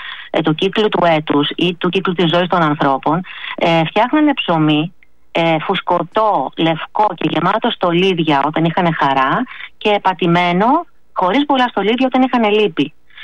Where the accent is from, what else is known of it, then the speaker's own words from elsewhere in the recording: Kalyvia, Attica, Greece; Επειδή είμαι από τα Καλύβια, έχουμε βαστίξει χαμηλό τελεστή δόμησης και αυτό είναι πολύ καλό για τα Καλύβια.